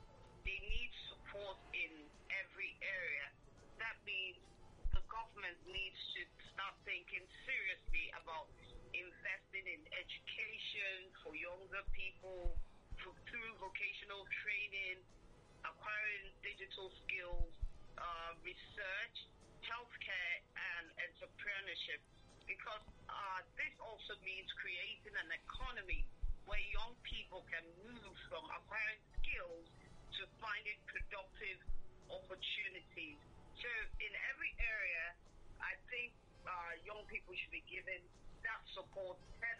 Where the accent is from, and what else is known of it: Nigeria